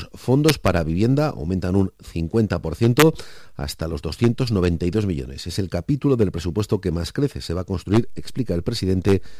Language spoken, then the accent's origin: Spanish; Plasencia, Extremadura, Spain; Hola, buenos días. … de Plasencia.